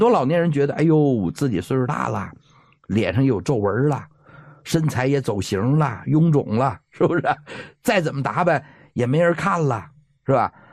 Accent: Northeast China, China; 用咱们东北话讲

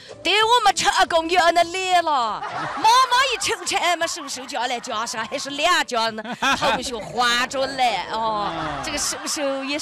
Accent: Fengqing, Yunnan, China; accent: Fengqing dialect; 我只会讲风清话。

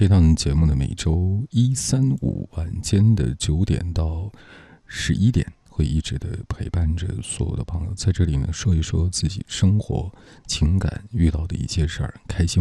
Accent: Kunming, Yunnan, China; 不对，我是昆明人啊。

